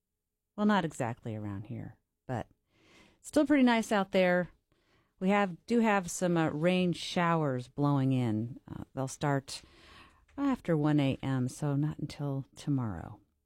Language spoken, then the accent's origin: English; California, United States; I guess I haven't gotten over growing up in California.